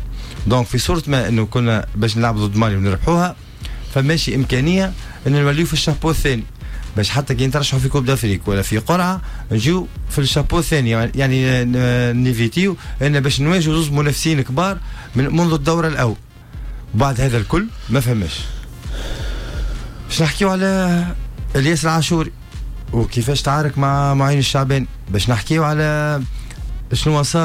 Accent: Tunisia; لاني انا تونسي ونحب منتخب بلادي

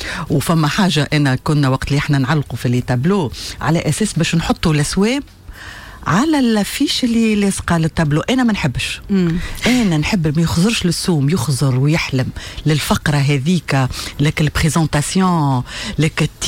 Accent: Tataouine Governorate, Tunisia; انا من الجنوب مثلا انا من اصول من تطاوين ونعشق البحر ونعشق المدينه نتاع تونس ونحب الشمال

